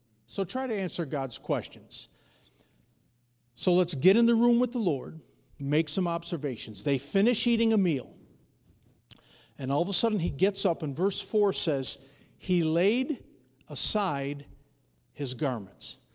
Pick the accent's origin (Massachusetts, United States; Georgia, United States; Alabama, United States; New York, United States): New York, United States; I'm an Italian from New York, so you have to bear with me.